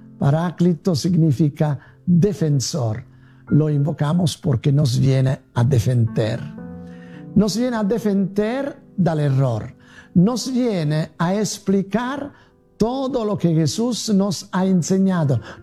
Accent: Italy; now in Van Nuys, United States; soy un sacerdote italiano que trabaja en la parroquia de Santa Elizabeth de Hungría en Van Nuys

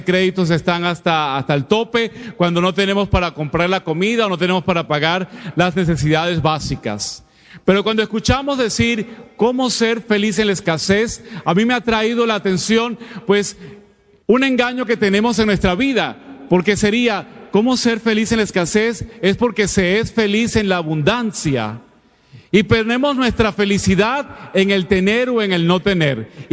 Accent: Mexico; de donde soy yo, de México, pues la capital de las telenovelas

